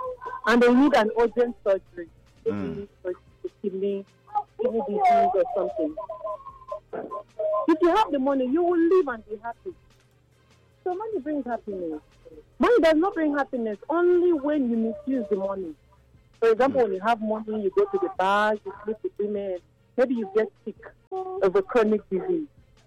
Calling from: Benin City, Edo, Nigeria; I'm calling from Benin City.

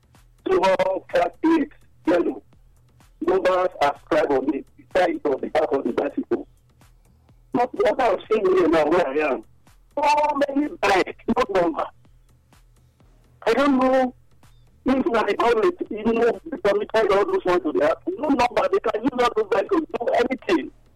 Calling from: Iguomo, Nigeria; I'm from Iguomo.

